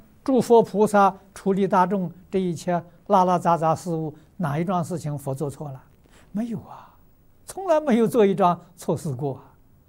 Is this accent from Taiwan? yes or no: no; China; 我们中国人常讲四方。